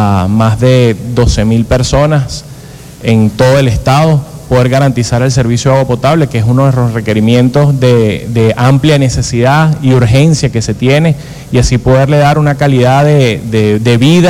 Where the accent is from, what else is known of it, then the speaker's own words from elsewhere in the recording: Táchira, Venezuela; sin importar si somos del Táchira